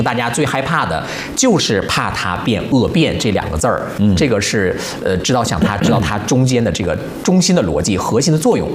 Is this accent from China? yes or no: yes; China; 哎，作为中国人很自豪啊。